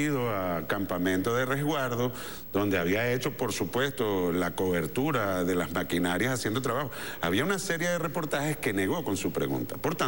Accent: Venezuela

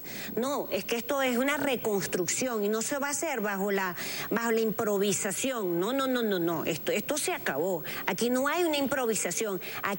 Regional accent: Venezuela; Yo soy venezolana, así que lo que tengamos que dar, hagámoslo, porque es el momento, sí.

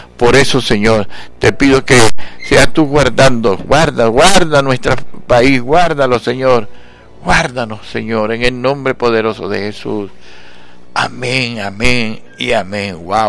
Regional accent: Venezuela

